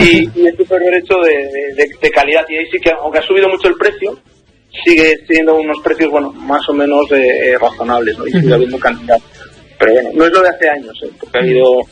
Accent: Noia, Galicia, Spain; Y yo, es que además soy de Noia, por eso tengo que presumir también del pueblo.

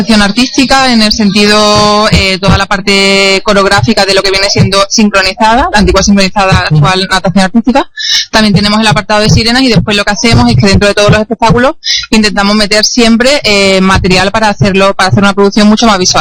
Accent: Seville, Andalusia, Spain; moved away as an adult; now in Lanzarote, Spain; aunque fuéramos de la misma ciudad y compitiéramos juntas las competiciones, digamos, de allí regionales.

